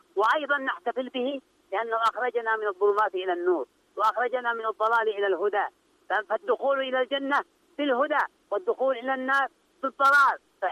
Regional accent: Yemen; نحن كيمنيين

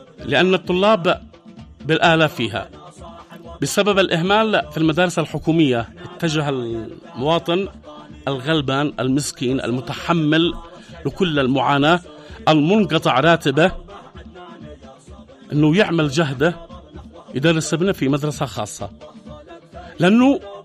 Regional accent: Yemen; عندنا في اليمن

